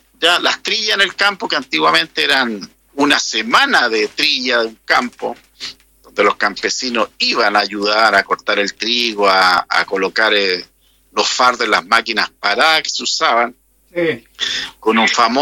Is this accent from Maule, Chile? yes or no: no; Santiago, Santiago Metropolitan Region, Chile; also born or lived in southern Chile; Yo, como soy mitad santiaguino, mitad sureño